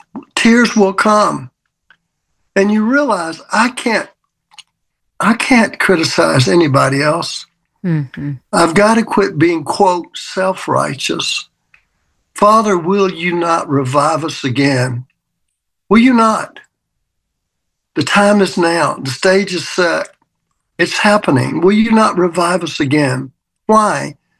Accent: Mississippi, United States; I mean, I grew up in the Mississippi in the era of total racism. Fought it as even a young teenager.

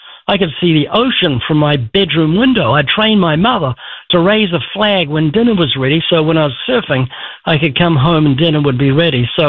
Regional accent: New Zealand; born there; I was born twice in New Zealand. Born to my mum was full Jew, so they put Methodist on my birth certificate because I was born in 1949.

